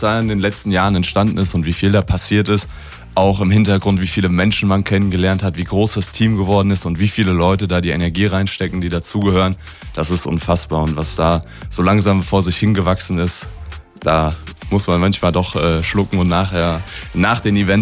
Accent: Anzhausen, North Rhine-Westphalia, Germany; now in Siegen, Germany; Wir sind zwar an dem Ort groß geworden, aber sind mittlerweile wohnorttechnisch nach Siegen gezogen.

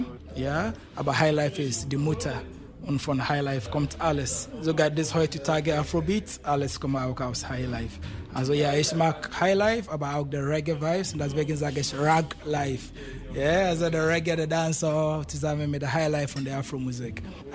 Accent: Ghana; German is a second language; moved away as an adult; now in Germany; Ich komme aus Ghana, ja, aber ich wohne jetzt seit 10 Jahren in Deutschland.

